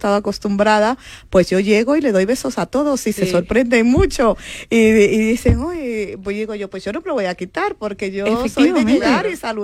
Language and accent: Spanish; Dominican Republic; also born or lived in Venezuela; Porque yo, aunque soy dominicana, he vivido varios años en Venezuela y tengo ahí también recuerdos infantiles.